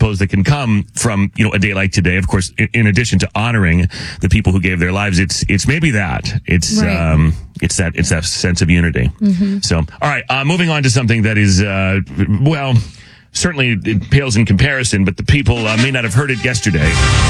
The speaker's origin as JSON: {"language": "English", "country": "United States"}